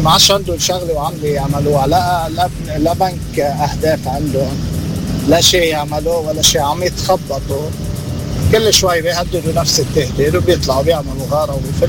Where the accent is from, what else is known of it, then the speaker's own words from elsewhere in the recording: Nabatieh Governorate, Lebanon; انا ضيعتي، انا من الجنوب، ضيعتي بالنبطية، من ضيع النبطية